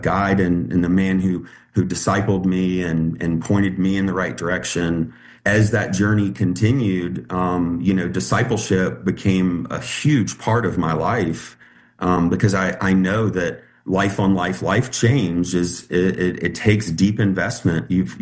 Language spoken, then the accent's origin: English; Richmond, Virginia, United States; moved away as an adult; now in Southwest Virginia, United States; So I moved here from Richmond, Virginia, about a week after my high school graduation.